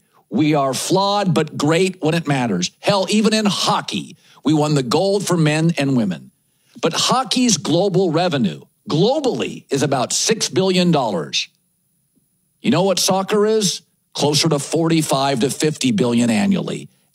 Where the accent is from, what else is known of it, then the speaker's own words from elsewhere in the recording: Pacific Northwest, United States; I grew up in the Pacific Northwest, Timber, Sounders, college programs. I like soccer. Mom was British.